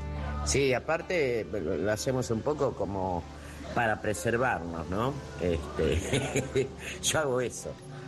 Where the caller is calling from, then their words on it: Buenos Aires, Argentina; de Balvanera.